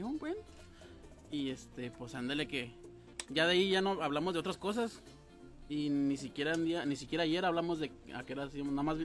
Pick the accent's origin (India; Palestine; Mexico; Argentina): Mexico; Valle de Guadalupe, Jalisco; Sí, y luego pues súmele que soy de allá de Valle Guadalupe.